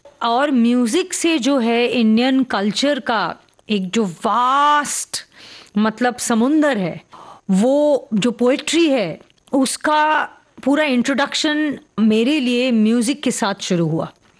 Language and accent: Hindi; Delhi, India; born there; moved away; also born or lived in Pune / Japan / Kenya; दिल्ली में उस माहौल में मैं पली बड़ी